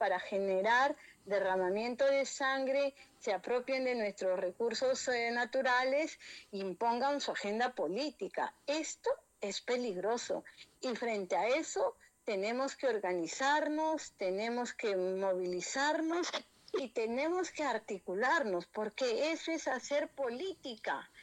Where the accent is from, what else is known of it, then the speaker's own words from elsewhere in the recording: Peru; Porque somos nosotros los peruanos en el extranjero que tenemos mayor posibilidad y libertad